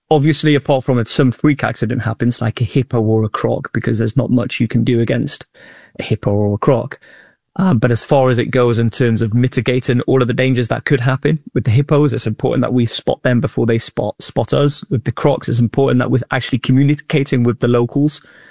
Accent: Old Colwyn, Wales, United Kingdom; born or raised there

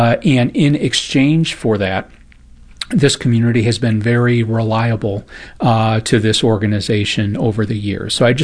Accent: Illinois, United States; now in St. Louis, United States; Yeah, so I'm not from the St. Louis area. Originally, I'm from just outside Chicago, and so hadn't been to St. Louis.

